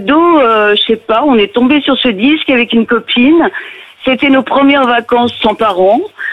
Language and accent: French; Paris, Île-de-France, France; Je suis pas là depuis longtemps, je suis parisienne.